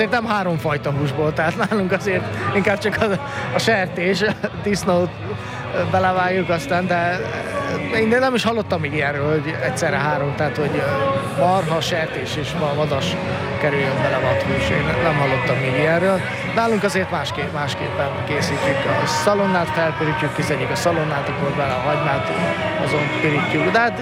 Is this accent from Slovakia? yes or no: no; Zakarpattia Oblast, Ukraine; now in Hungary; Igen, sok minden hozzá tartozik, ez igazából más a mentalitás, a környezet, hát jelenleg pedig a történelmi események sem úgy alakulnak Kárpátalján, ahogy úgy azon belül ugye Ukrajnában főleg, ahogy kellene.